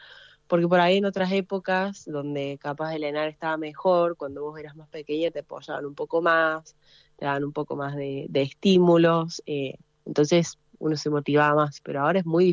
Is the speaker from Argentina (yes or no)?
yes; Argentina